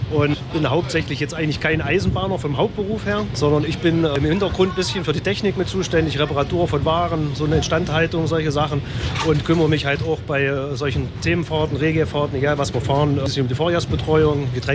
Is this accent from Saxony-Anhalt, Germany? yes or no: yes; Siersleben, Saxony-Anhalt, Germany; dadurch, dass ich wirklich an der Hälfte der Strecke wohne, schon mein ganzes Leben lang in Siersleben, 200 Meter weg von unserem Gleisdreieck